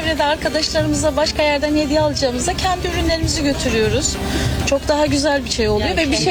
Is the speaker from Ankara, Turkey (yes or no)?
no; Gaziantep, Turkey; Biz Antepli olarak malkıtalı köfte.